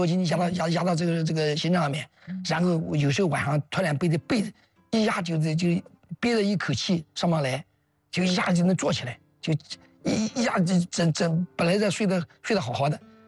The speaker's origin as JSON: {"language": "Chinese", "region": "Anhui", "country": "China", "said": "我们安徽人是真的实在"}